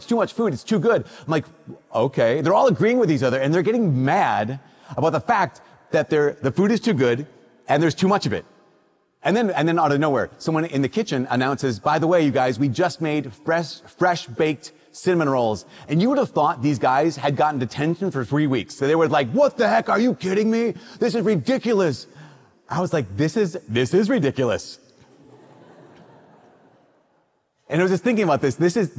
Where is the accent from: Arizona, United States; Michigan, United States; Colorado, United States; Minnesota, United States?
Minnesota, United States; We're from Minnesota.